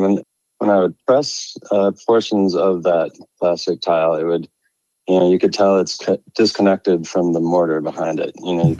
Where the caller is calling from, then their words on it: Minneapolis, Minnesota, United States; I'm from Minneapolis, Minnesota.